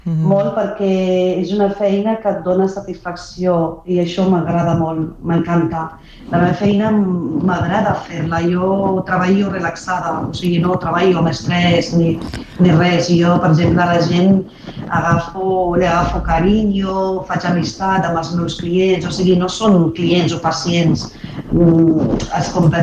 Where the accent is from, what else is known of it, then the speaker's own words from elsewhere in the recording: Morocco; first language Arabic; Catalan is a second language; moved away as an adult; now in Catalonia, Spain; he vingut del Marroc parlant àrab i francès, perquè estudiem tota la vida en francès, bilingüe